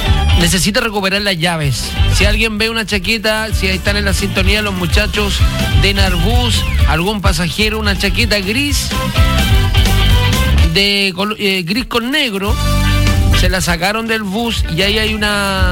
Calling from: Puerto Montt, Los Lagos, Chile; Buenas tardes … de Puerto Montt.

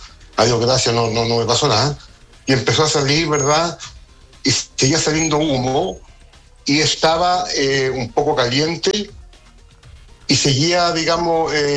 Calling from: Valparaíso, Chile; vivo yo en Placeres

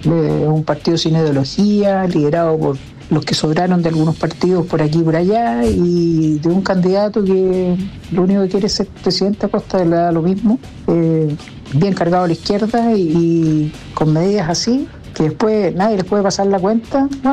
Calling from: Concepción, Biobío, Chile; de Concepción

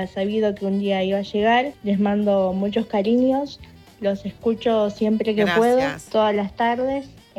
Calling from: San Carlos Centro, Santa Fe, Argentina; Acá sigo desde San Carlos Centro, provincia de Santa Fe.

